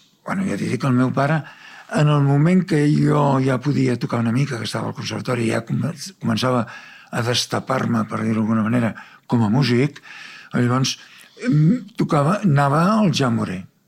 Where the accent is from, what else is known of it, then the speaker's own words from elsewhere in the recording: Barcelona, Catalonia, Spain; moved away as an adult; now in Netherlands; jo sóc molt català i sóc molt de Barcelona i m'adono que, esclar, el fet que estic a Holanda